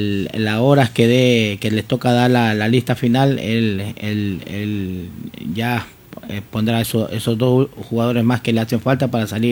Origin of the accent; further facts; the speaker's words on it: Ecuador; todos los que somos ecuatorianos